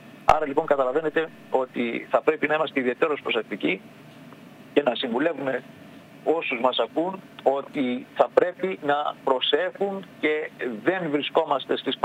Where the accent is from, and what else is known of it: North Aegean, Greece